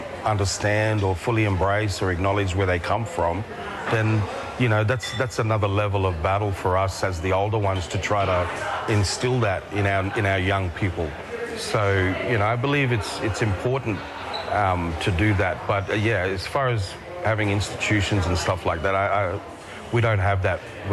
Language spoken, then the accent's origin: English; Queensland, Australia; I'm from Torres Strait, Cape York. My connection to country is the Kulkalgal of Central Torres Strait and the Ankamuti Seven Rivers